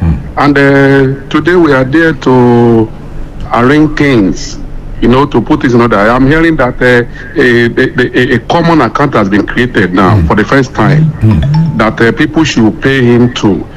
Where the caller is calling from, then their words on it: Akure, Ondo, Nigeria; I'm from Akure here.